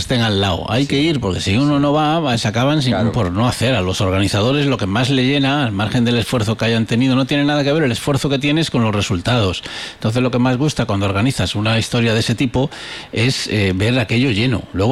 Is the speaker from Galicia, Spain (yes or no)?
yes; Galicia, Spain; moved away; En mi pueblo, por ejemplo, hubo uno en La Guardia, que es en la desembocadura del Miño